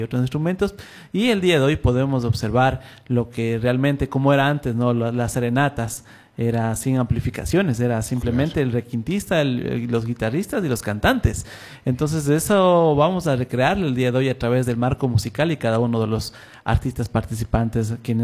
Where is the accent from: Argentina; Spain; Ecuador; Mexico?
Ecuador; para nosotros como ecuatorianos